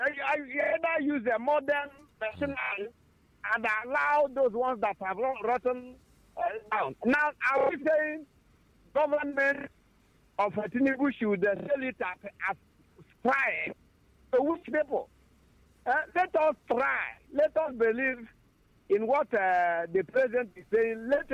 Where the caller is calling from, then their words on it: Ebonyi, Nigeria; We came from Ebony.